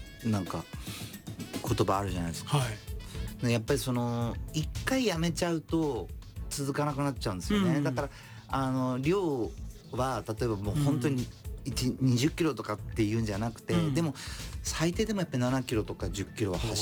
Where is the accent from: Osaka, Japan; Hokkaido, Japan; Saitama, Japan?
Hokkaido, Japan; Sapporo; now in Tokyo, Japan; 僕やっぱ北海道札幌出身なんで